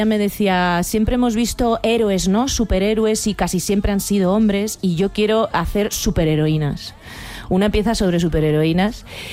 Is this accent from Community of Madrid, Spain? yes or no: yes; Madrid, Community of Madrid, Spain; esto tiene todo un discurso mío como madrileña desarraigada.